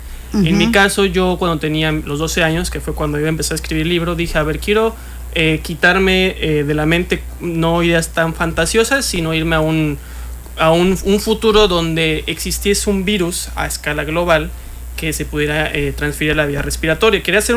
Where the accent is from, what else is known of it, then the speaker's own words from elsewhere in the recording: Cancún, Quintana Roo, Mexico; Yo nací aquí en Cancún. Toda mi vida he sido aquí cancunense 100%. Uh-huh. Mis padres son de la Ciudad de México.